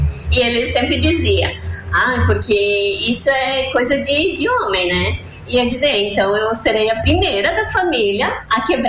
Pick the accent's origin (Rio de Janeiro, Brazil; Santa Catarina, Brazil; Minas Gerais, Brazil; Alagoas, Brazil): Santa Catarina, Brazil; Chapecó; born there; Isso, nasci em Chapecó, morei 8 anos lá e depois fui morar em outra cidade